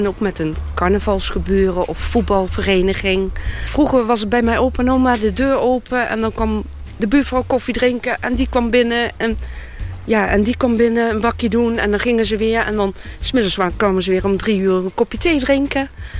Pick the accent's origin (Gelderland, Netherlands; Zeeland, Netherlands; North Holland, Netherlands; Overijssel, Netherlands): Gelderland, Netherlands; Driel; Driel. Driel.